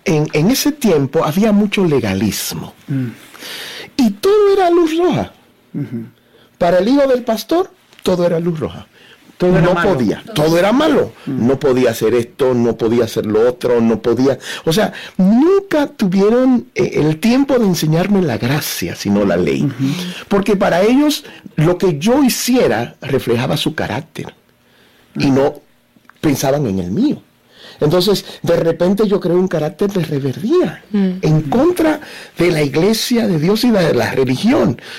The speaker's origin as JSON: {"language": "Spanish", "country": "Dominican Republic", "said": "Y yo soy de una isla, yo soy dominicano."}